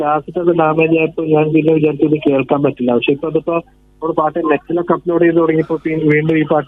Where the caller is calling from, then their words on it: Malappuram district, Kerala, India; ഞാൻ മലപ്പുറം ജില്ലയിൽ നിന്നാണ്.